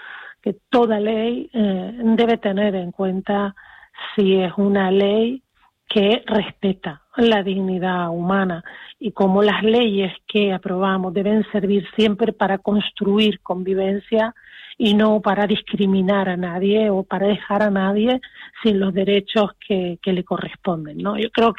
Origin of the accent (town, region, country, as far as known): Canary Islands, Spain